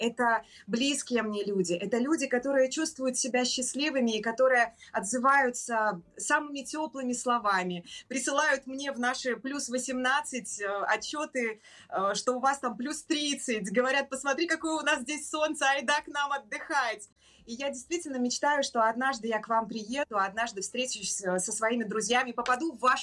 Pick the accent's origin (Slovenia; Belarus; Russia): Belarus; мы, белорусы